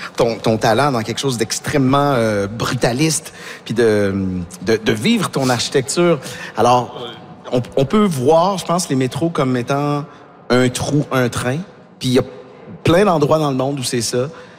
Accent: Quebec City, Quebec, Canada; Moi, je viens de Québec, dans une ville où on a de la difficulté à parler de mobilité

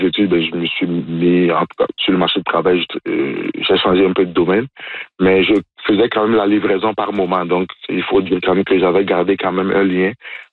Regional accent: Benin; moved away as an adult; now in Canada; Enfin, je ne connaissais pas la poutine dans mon pays d'origine, qui est le Bénin.

